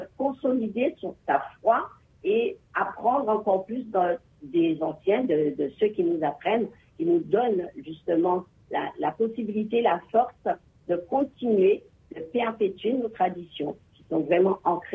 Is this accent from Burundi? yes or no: no; Guadeloupe; Alors, chez nous, en Guadeloupe, en ce qui nous concerne, tous les nadrons sont chantés en tamoul.